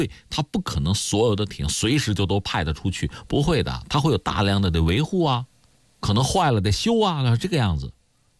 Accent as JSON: {"language": "Chinese", "country": "China"}